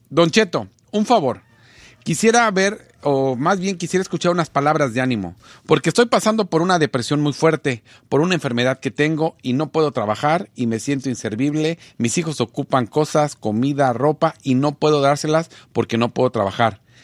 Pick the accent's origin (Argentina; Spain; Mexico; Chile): Mexico; somos mexicanos.